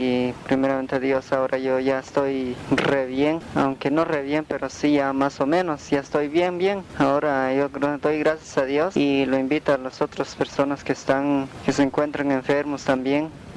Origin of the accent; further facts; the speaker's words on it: San Juan Sacatepéquez, Guatemala Department, Guatemala; soy de San Juan, Zacatepeque.